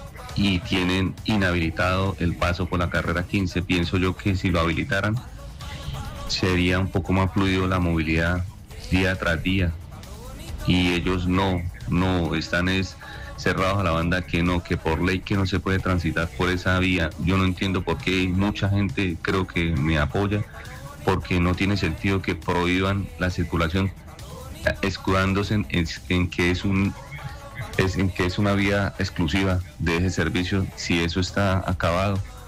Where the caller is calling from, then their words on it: Santander, Colombia; como santandereanos que somos